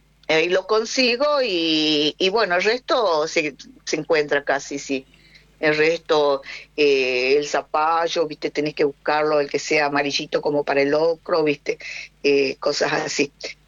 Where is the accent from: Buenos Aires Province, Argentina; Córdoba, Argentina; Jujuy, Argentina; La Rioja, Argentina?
Jujuy, Argentina; now in Spain; yo soy argentina. Todo, yo le digo que soy una argentina doc de origen controlado. Que soy propia porque yo, aparte de ser, soy argentina, soy jujeña, soy bien norteña, bien norteña.